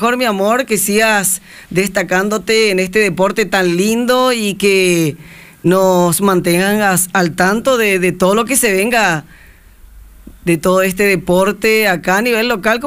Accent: Argentina; born there; moved away; yo estudié en la Argentina, hice toda mi primaria allá y se jugaba mucho vóley. Cuando me vine a Paraguay

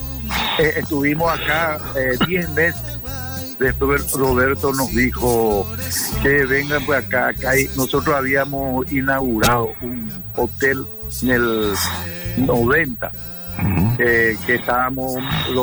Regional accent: Paraguay; moved away; also born or lived in Taiwan; yo estuve en Taiwán como casi 28 años. Pero mi que salí de Paraguay se cumplió 40 años.

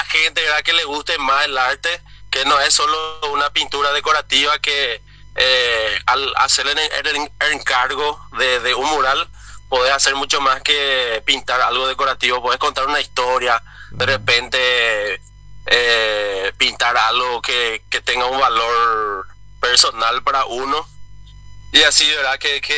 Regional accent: Ciudad del Este, Alto Paraná, Paraguay; No, yo soy nacido acá de Ciudad del Este. Vivo en el barrio San Miguel, ahí prácticamente por ahí nací. De ahí son mis padres y yo nací acá en Ciudad del Este.

